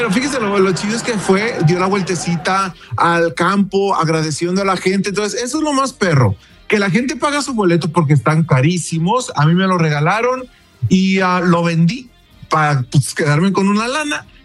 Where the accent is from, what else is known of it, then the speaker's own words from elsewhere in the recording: Mexico; Que, o sea, literal, somos los mexicanos, es en el país de México.